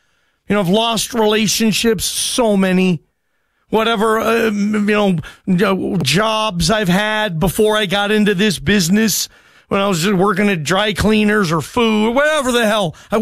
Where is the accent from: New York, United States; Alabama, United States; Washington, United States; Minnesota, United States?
Washington, United States; Seattle; I'm from Seattle. If you don't listen very often, I'm from that area. I actually grew up, my parents' house where I grew up is like I could walk to that facility you see